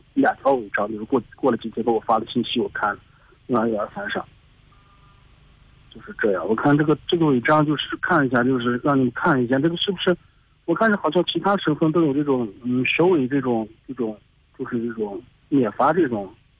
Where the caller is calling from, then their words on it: Shaanxi, China; 我是陕西的吧。